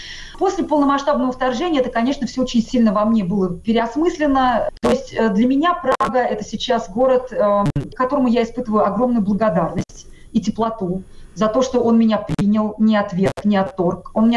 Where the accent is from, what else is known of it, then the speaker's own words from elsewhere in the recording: Tatarstan, Russia; я татарка